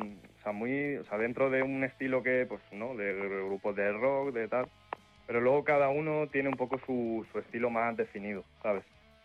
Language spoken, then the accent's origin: Spanish; Andalusia, Spain; yo que soy del pueblo de al lado y veo lo que aquí pasa en mi pueblo